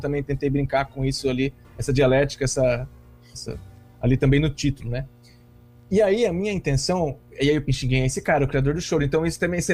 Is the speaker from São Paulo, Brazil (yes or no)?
yes; São Paulo, Brazil